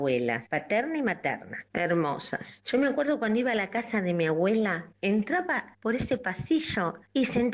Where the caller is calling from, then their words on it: Remedios de Escalada, Buenos Aires Province, Argentina; de Escalada